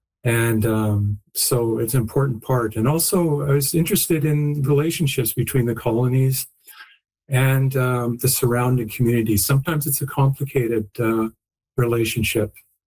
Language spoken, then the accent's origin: English; Winnipeg, Manitoba, Canada; Growing up in Winnipeg